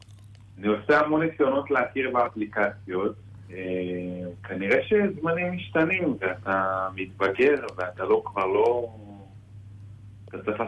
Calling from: Or Yehuda, Tel Aviv District, Israel; אני מאור יהודה, אני בן 40.

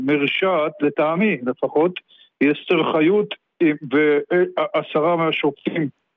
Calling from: Petah Tikva, Central District, Israel; אני מפתח תקווה.

